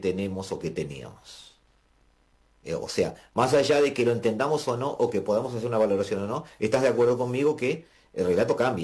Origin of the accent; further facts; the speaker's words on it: Montevideo, Uruguay; acá de Montevideo